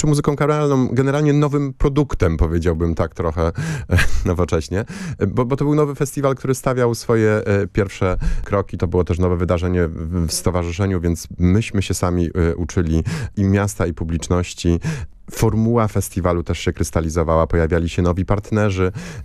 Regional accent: Zielona Góra, Lubusz Voivodeship, Poland; Ja osobiście pochodzę z Zielonej Góry, uwielbiam to miasto

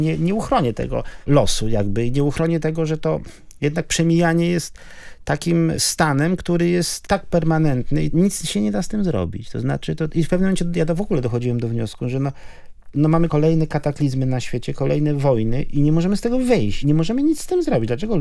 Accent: Greater Poland Voivodeship, Poland; ten u nas w Chełmie nad Nerem

